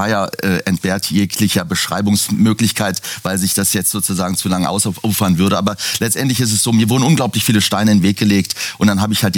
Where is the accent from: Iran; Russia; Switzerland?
Iran; now in Germany; Als Iraner ist man schon peinlich berührt über diese islamische Regierung.